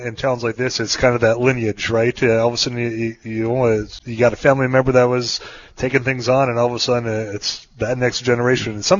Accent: Leeds, United States; You know, I grew up in Leeds, and our thoughts on Mattock when I was a Leeds resident, different than what it is now.

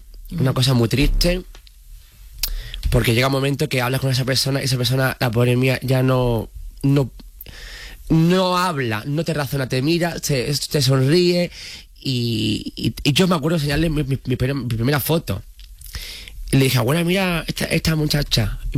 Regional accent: Jerez de la Frontera, Andalusia, Spain; En mi tierra estaba en Jerez.

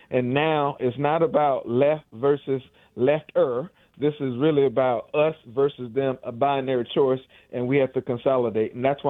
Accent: South Carolina, United States; and then in my home state of South Carolina.

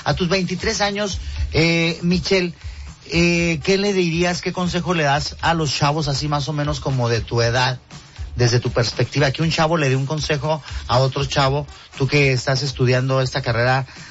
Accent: Mexico

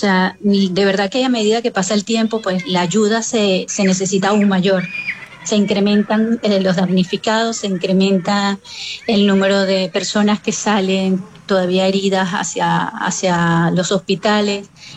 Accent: Venezuela; now in Almería, Spain; mi hija y yo somos dos venezolanas más, que tenemos ya 9 años en Almería, resididas aquí

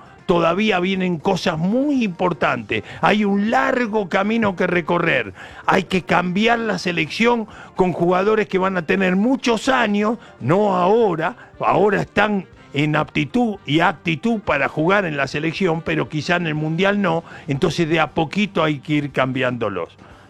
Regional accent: Argentina; now in Colombia; ¿Qué hicimos de mal los argentinos?

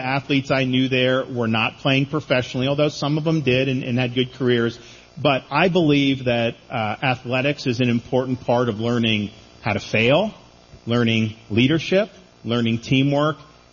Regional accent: Florida, United States; I grew up in Florida eating Papa John's.

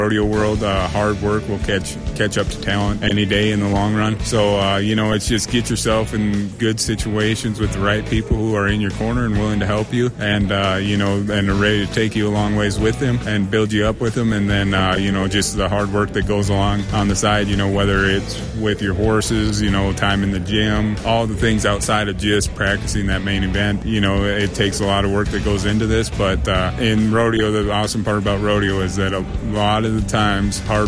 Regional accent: Minnesota, United States; And, you know, growing up in Minnesota, it kind of seemed a little far-fetched with not very many guys ever making it from Minnesota

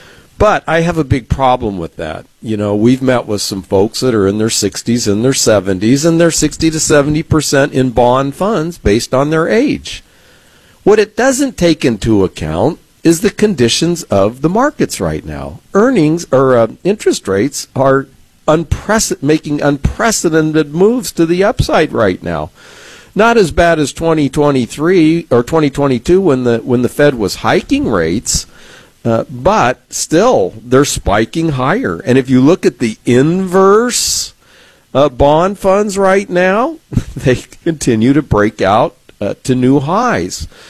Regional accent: San Diego, California, United States; growing up on the West Coast in San Diego for most of my life.

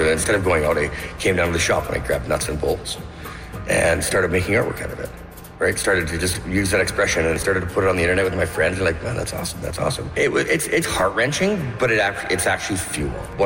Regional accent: Canada

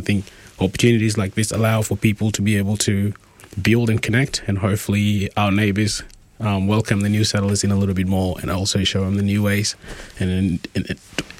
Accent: Australia; also born or lived in South Sudan; I reflect on myself as a South Sudanese, but I'm also Australian, and I'm a proud Australian also.

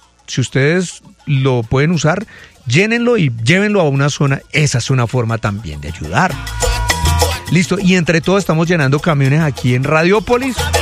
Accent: Granada, Meta, Colombia; Yo que creí nunca iba a ser profeta en mi tierra, pero mira, mira. Ya con una persona que me oiga en Granada, ya triunfé.

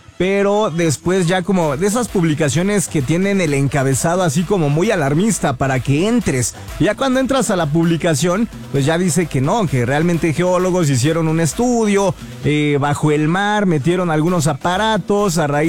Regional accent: Mexico; Recuerde que somos mexicanos y no nos rendimos

